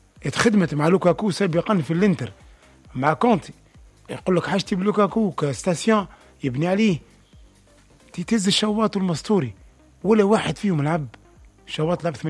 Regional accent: Tunisia; اني لهنا كتونسي ندافع على ستاف التونسي

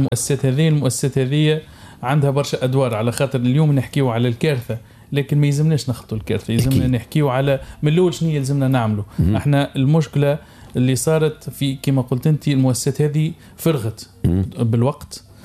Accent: Tunisia; احنا عندنا في تونس

